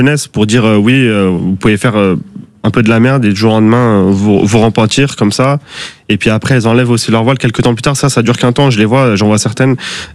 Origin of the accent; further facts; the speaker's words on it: France; born there; Je suis pas né là-bas, mes parents sont nés là-bas, moi je suis né en France